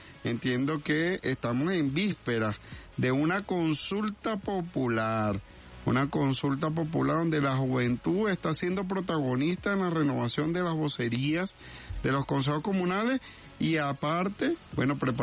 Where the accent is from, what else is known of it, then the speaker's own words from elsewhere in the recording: Venezuela; un proyecto que nos caracteriza a nosotros como venezolanos.